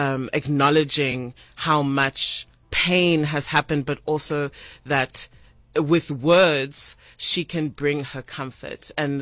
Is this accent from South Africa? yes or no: yes; Johannesburg, Gauteng, South Africa; now in Cape Town, South Africa; Growing up in Jersey, it was such a understanding that Afrikaans was like a white man's language and that I could never access it, especially as a Zulu girl. But when I came to Cape Town